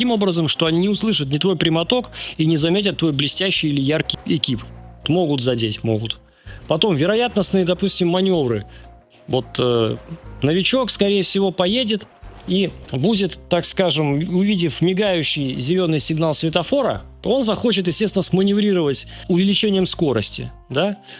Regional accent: Far East, Russia; В детстве это были на Дальнем Востоке мотороллеры, которые привозились с Японии. Вот я помню, как вчера у нас с братом были Yamaha Jog, 50-кубовые, классные мотороллеры, гоняли, нам было по 13 лет.

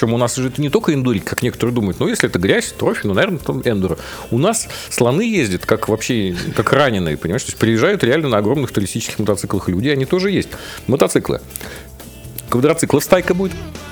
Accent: Moscow, Russia; born there; moved away as an adult; now in Vladimir Oblast, Russia

